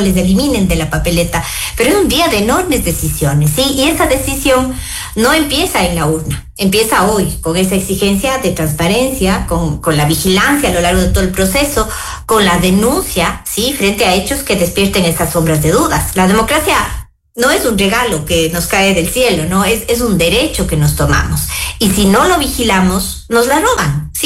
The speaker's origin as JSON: {"language": "Spanish", "country": "Ecuador", "said": "como ecuatorianos, pues merecemos no merecemos esas esperanzas ciegas"}